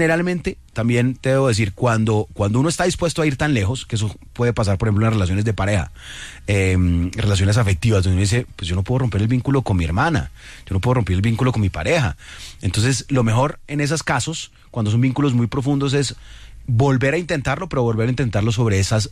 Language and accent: Spanish; Colombia; nuestra identidad común como colombianos